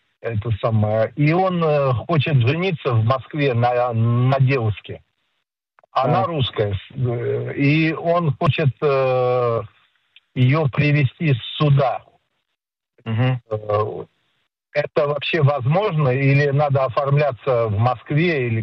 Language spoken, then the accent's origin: Russian; Rishon LeZion, Central District, Israel; я из Ришон-Лициона.